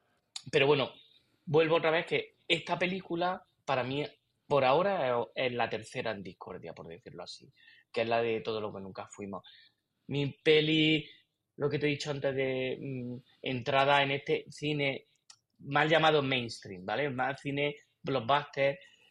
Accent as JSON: {"language": "Spanish", "town": "Granada", "region": "Andalusia", "country": "Spain", "said": "Granada, de donde yo soy"}